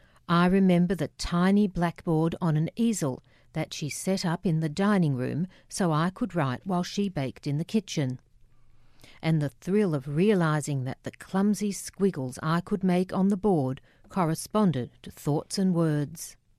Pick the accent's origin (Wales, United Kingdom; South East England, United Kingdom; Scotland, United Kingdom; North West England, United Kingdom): North West England, United Kingdom; Liverpool; When, in 1960, my father moved again for work, it was to another great maritime city, and so I was born in Liverpool. We lived in Great Crosby.